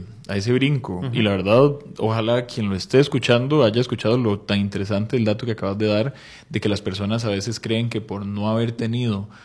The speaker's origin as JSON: {"language": "Spanish", "town": "Poás", "region": "Alajuela", "country": "Costa Rica", "tie": "born or raised there", "said": "Yo crecí en Poás."}